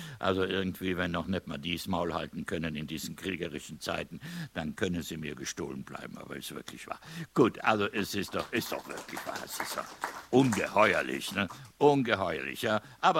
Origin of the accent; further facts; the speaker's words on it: Trentino-Alto Adige, Italy; now in Rhineland, Germany; das sind wir Südtiroler, auch nicht weit weg davon. Also hier bin ich seit 59 Jahren, also nicht hier direkt, sondern im Rheinland, und gelte als Rheinländer.